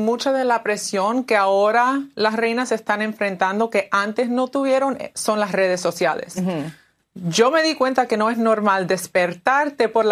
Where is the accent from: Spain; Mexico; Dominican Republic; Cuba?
Cuba; yo dije, ¿cómo que no soy cubana?